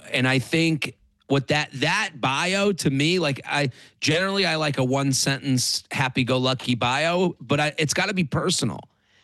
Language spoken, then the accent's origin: English; Needham, Massachusetts, United States; I'm from Needham. So oh. it's like cool to hear like all the, you know, 617 numbers and BU and all that stuff.